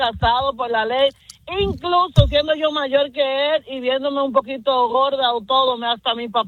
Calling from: Dominican Republic; Le puedo decir, yo soy dominicana.

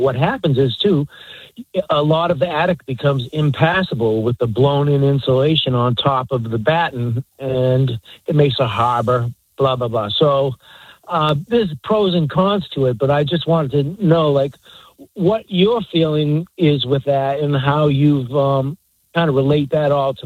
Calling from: Northeast, United States; I live in the Northeast

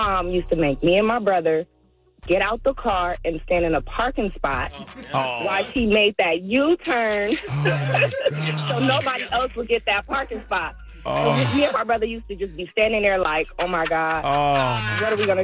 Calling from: Los Angeles, California, United States; I'm calling from Los Angeles.

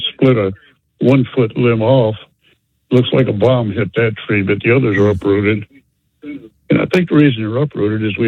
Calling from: Pensacola, Florida, United States; I live off Nine Mile Road in Pensacola.

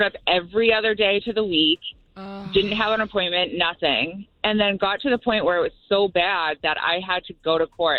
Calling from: Rutland, Massachusetts, United States; So I'm from Rutland, like the middle of Massachusetts.

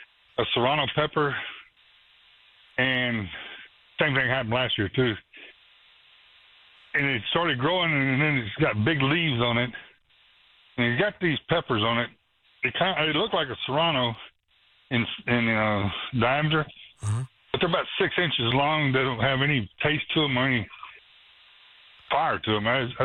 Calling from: China Grove, United States; China Grove.

